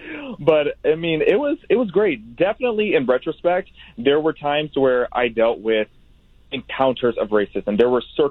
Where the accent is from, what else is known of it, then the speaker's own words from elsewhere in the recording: Pontiac, Illinois, United States; also born or lived in Chicago; So I was born in Southside Chicago, and then I grew up in the middle of nowhere cornfields of central Illinois, a small town called Pontiac.